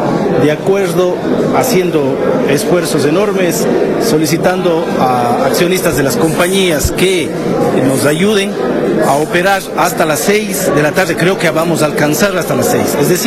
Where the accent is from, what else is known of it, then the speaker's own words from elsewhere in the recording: Cuenca, Azuay, Ecuador; Con la única idea de que los que somos cuencanos brindar, como muchos reconocen, el mejor servicio hacia nuestra ciudad.